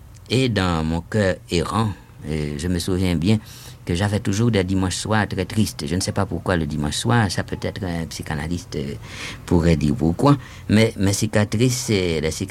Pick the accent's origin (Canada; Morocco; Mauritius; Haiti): Haiti; moved away as an adult; also born or lived in Cuba; mon pays en agonie